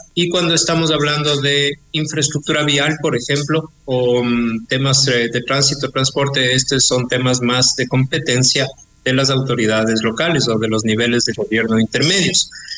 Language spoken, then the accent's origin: Spanish; Ecuador; eso es un poco lo que marca nuestra manera de ser como ecuatorianos